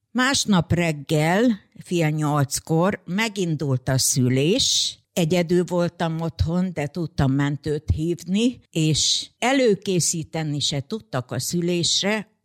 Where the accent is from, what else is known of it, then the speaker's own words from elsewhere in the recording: Zakarpattia Oblast, Ukraine; moved away as an adult; now in Debrecen, Hungary; Férjem odavalósi, ott született, én is onnan származok.